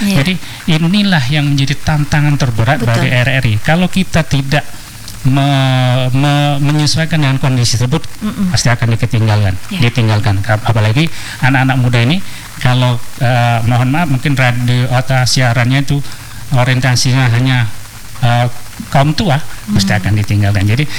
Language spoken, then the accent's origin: Indonesian; Bengkalis, Riau, Indonesia; saya ini berada tinggalnya di kampung saya itu daerah yang setiap hari berhadapan dengan masalah abrasi